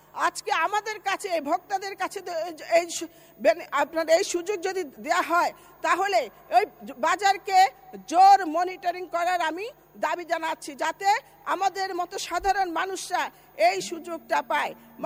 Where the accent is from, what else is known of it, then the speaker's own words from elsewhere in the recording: Feni, Chittagong Division, Bangladesh; আমরা ফেনীর মানুষ